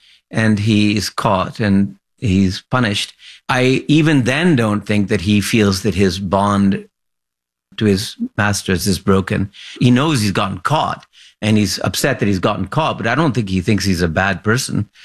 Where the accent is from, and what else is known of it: Lahore, Punjab, Pakistan; born or raised there